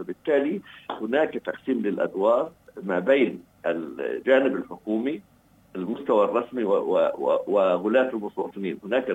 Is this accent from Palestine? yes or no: yes; Palestine; نحن كفلسطينيين